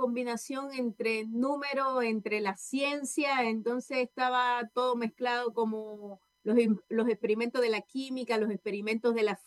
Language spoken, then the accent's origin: Spanish; Cuba; moved away as an adult; now in Chile; yo soy cubana.